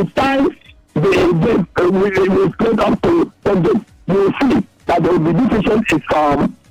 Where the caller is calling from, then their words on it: Port Harcourt, Rivers, Nigeria; I'm calling from Port Harcourt.